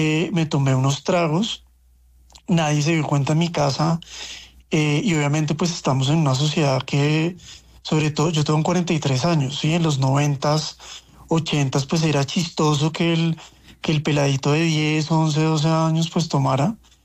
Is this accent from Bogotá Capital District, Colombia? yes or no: yes; Bogotá, Bogotá Capital District, Colombia